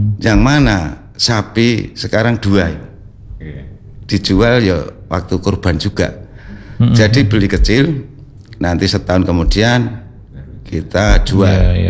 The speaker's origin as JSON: {"language": "Indonesian", "town": "Ngipang", "region": "Central Java", "country": "Indonesia", "said": "Kebetulan waktu itu di kami warga Ngipang itu ada paguyuban namanya Tanggul Joyo"}